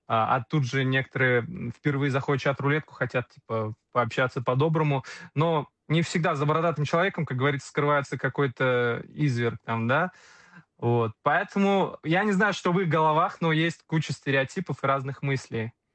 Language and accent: Russian; Kazan, Tatarstan, Russia; особенно Казань после моих роликов, потому что я из Казани, из Республики Татарстан.